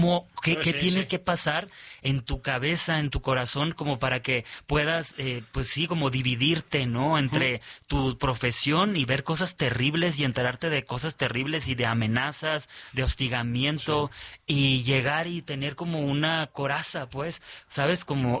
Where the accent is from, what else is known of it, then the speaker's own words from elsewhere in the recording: Mexicali, Baja California, Mexico; yo soy de Mexicali